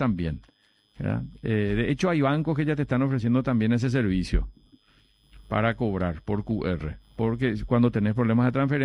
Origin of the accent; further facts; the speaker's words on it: Paraguay; A mí como paraguayo me llama la atención y preocupa el avance de estadio para el Mundial.